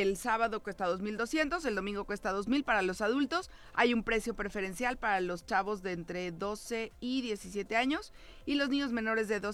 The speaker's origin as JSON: {"language": "Spanish", "region": "Mexico City", "country": "Mexico", "said": "venimos de la Ciudad de México, unos cuantos chilangos, a traerles un poquito de nuestros sabores de allá."}